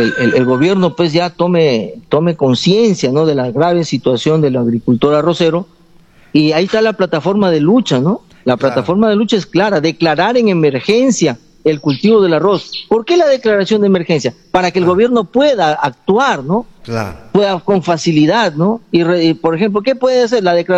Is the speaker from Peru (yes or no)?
yes; Peru; somos peruanos